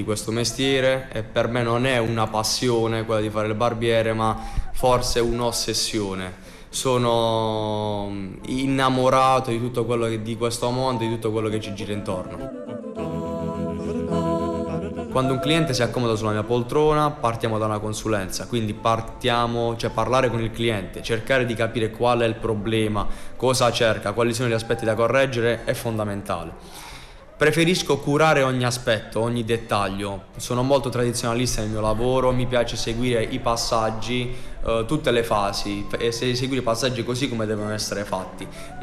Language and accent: Italian; Palagianello, Apulia, Italy; sono di Palagianello, ho 27 anni